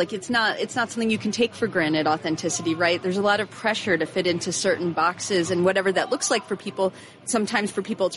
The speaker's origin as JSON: {"language": "English", "town": "New York City", "region": "New York", "country": "United States", "moved": "yes", "said": "I'm from the Bronx originally"}